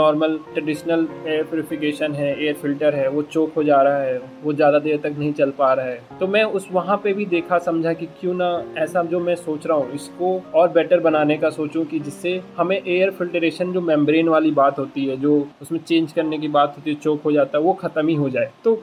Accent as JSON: {"language": "Hindi", "town": "Deoria", "region": "Uttar Pradesh", "country": "India", "tie": "born or raised there", "moved": "yes", "lives_now": "Lucknow, India", "said": "मेरा गाँव करमाजीतपुर मटियरी देवरिया में है"}